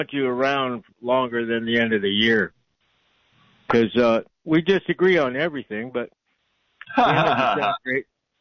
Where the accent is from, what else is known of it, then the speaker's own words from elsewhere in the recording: Santa Cruz, California, United States; Oh, yeah. Well, I'm 73. I grew up in Santa Cruz.